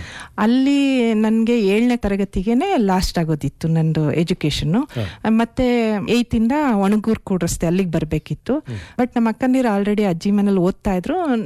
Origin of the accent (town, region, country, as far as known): Konthana Mane, Karnataka, India; born there